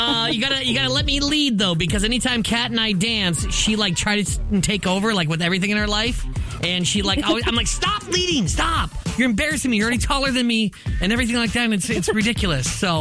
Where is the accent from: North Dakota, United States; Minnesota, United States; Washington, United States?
Minnesota, United States; St. Michael; I grew up in St. Michael before Rogers was actually a school